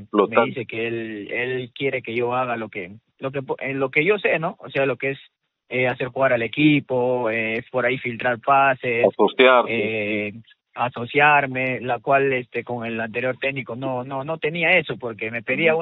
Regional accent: Pucallpa, Ucayali, Peru; en Pucallpa pues estuve con el Sport Loreto de mi tierra

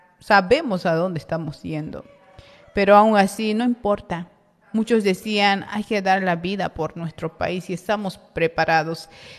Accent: Challapata, Oruro, Bolivia; Yo soy de Oruro, soy de la provincia Eduardo Abaroa de Chayapata.

